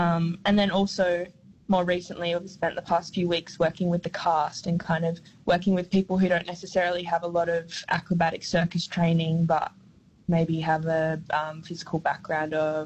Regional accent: Alice Springs, Northern Territory, Australia; I'm an Aranda woman from Central Australia, born and raised in Mbantu, Alice Springs. I also have family from the Torres Straits in Thursday Island and also the UK as well.

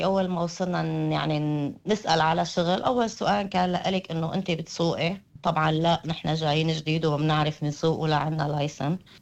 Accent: Syria; moved away as an adult; also born or lived in Aleppo / Latakia / Lebanon; now in Australia; جينا نحن على أستراليا بال 2017. أكيد هلأ نحن كنا عايشين مرتاحين مبسوطين ببيتنا ببلدنا بضيعتنا

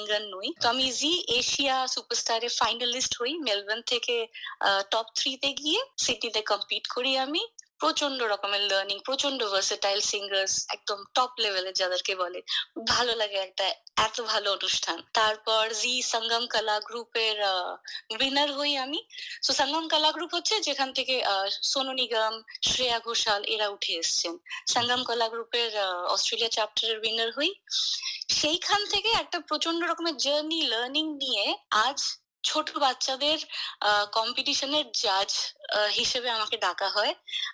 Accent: Assam, India; also born or lived in Bangalore; আমি আসামের বাসিন্দা, তো অসমীয়া গান শুনতাম, বাংলা ভাষা প্রচন্ড, বাংলা ভাষায় গান আর গান সঙ্গীত চর্চা বাড়িতে হতো। ব্যাঙ্গালোরে পড়াশোনা করেছি

